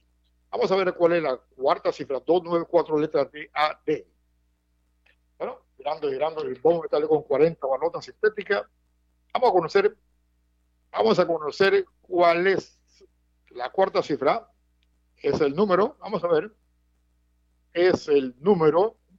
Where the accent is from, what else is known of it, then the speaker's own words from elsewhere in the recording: Panama; born there; somos panameños de nacimiento